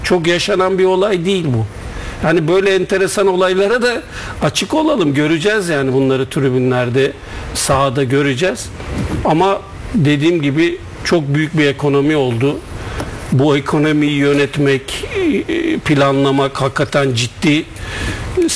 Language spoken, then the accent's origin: Turkish; Istanbul, Turkey; Ya ben İstanbulluyum. Doğma büyüme. Taksimliyim.